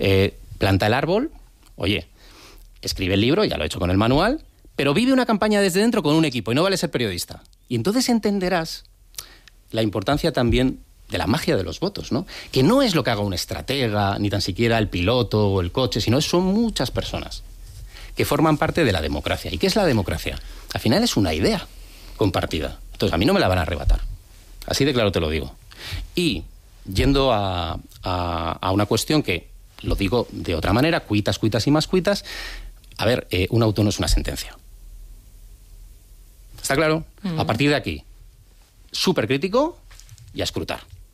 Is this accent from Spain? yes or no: yes; San Sebastián, Basque Country, Spain; now in Madrid, Spain; yo cuando llegué de Donosti a Madrid, hoy Madrid DF, que eso da para un programa entero.